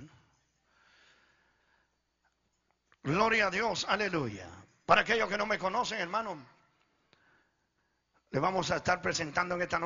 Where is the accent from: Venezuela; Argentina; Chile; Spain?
Venezuela; moved away as an adult; also born or lived in Italy; now in Sacramento, United States; Yo nací en Italia, yo soy italiano. Llegué como a la edad de 7 años allá en Venezuela. Ahí nos criamos. Estuve viviendo allá en Venezuela como casi 37, 38 años, no sé cuánto. Ahora tengo 53.